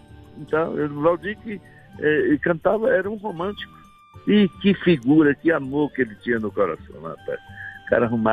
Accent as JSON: {"language": "Portuguese", "town": "Vitória da Conquista", "region": "Bahia", "country": "Brazil", "also_born_or_lived": "Nanuque", "said": "Eu morei 5 anos em Nanuque, eu sou de Vitória da Conquista, na Bahia. Morei 5 anos em Nanuque"}